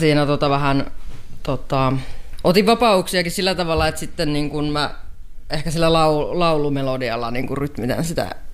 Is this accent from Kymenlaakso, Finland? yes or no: no; Parola, Kanta-Häme, Finland; now in Menkijärvi, Alajärvi, Finland; Mä oon lähtöisin Parolasta, Kanta-Hämeestä.